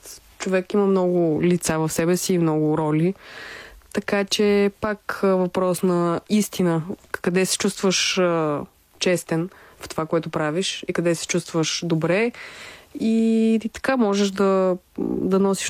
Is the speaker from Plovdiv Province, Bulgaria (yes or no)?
no; Shumen, Shumen Province, Bulgaria; moved away as an adult; now in Sofia, Bulgaria; Живяла съм в Шумен. Там съм родена и там съм си пораснала до момента, в който не дойдох в София, за да уча в НАТФИС.